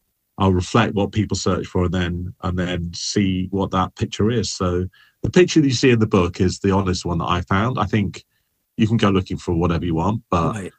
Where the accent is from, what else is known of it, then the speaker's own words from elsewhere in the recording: Texas, United States; also born or lived in United Kingdom; now in San Francisco, United States; As you can hear from my voice, I'm not from San Francisco or California.